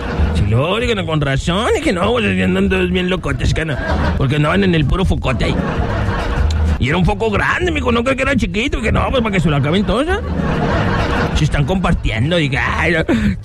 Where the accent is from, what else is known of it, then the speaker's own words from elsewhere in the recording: Zacatecas, Mexico; Yo soy de Zacatecas. Chilete.